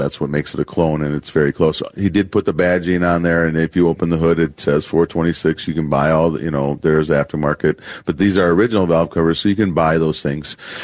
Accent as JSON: {"language": "English", "town": "Janesville", "region": "Wisconsin", "country": "United States", "tie": "born or raised there", "said": "Well, I grew up in Janesville as a GM town"}